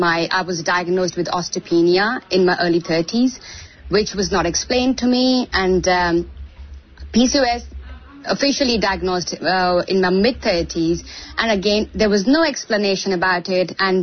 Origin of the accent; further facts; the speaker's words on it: India; So I was born and raised in India, and I'm 45.